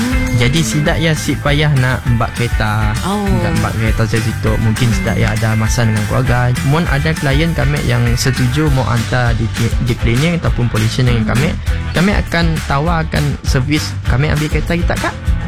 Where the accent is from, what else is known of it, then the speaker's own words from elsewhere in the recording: Kuching, Sarawak, Malaysia; Kami asal daripada Kuching, Sarawak, berkampung dekat kampung Pulau Ilik.